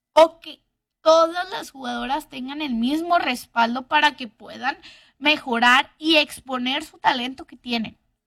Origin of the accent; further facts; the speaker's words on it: Monterrey, Nuevo León, Mexico; Y yo, como fanática del fútbol femenil y como regia que apoya a los dos equipos, estoy esperando movimientos